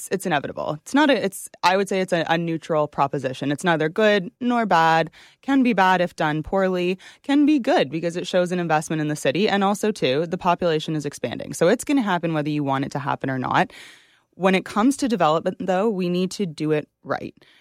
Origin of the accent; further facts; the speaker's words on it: Ontario, Canada; I'm actually from Old North